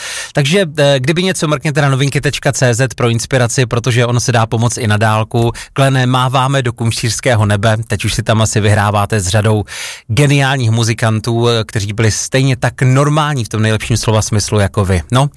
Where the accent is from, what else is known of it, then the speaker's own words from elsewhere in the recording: Opava, Moravian-Silesian Region, Czechia; born there; vystupoval taky v Opavě, v mém rodném městě na Slunovratu